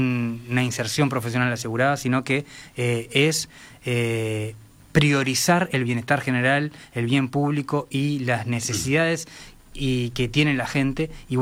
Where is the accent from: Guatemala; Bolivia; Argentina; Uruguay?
Uruguay; Salto; moved away as an adult; Sí, sí, soy oriundo de Salto. Hasta los 17, 18 años estuve ya en Salto.